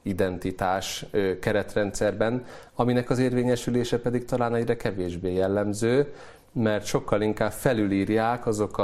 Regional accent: Hungary; ami tartást adhat nekünk magyarként

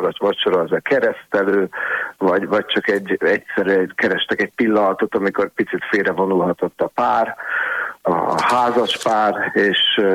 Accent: Budapest, Hungary; de a Murisimont körtér mellett nőttem fel, és ott megelért szállodában nagyon sok izgalmas autót láttam

